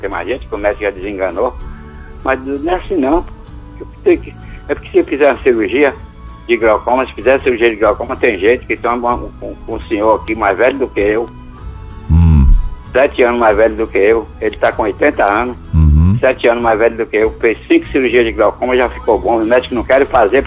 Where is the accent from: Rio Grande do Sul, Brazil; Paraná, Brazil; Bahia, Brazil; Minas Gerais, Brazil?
Bahia, Brazil; Itagi; born there; moved away; Eu sou de Itagi também, nasci lá.